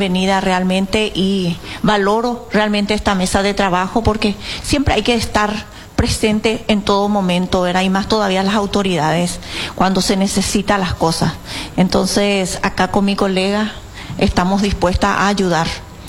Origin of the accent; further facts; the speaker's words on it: Benjamín Aceval, Presidente Hayes, Paraguay; Yo soy chaqueña, soy de Benjamín Acebal.